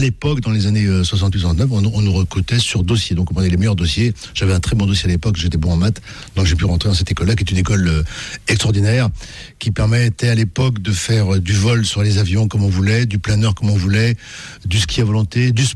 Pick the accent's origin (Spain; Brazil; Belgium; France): France; Paris, Île-de-France; moi je venais de Paris, à Paris il y avait très très peu de possibilités pour le sport